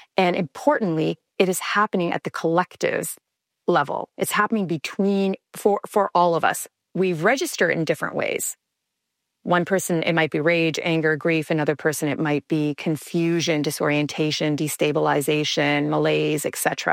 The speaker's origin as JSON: {"language": "English", "country": "Canada", "said": "I'm a Canadian"}